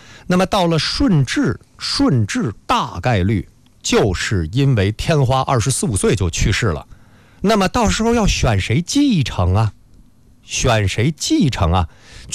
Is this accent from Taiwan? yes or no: no; China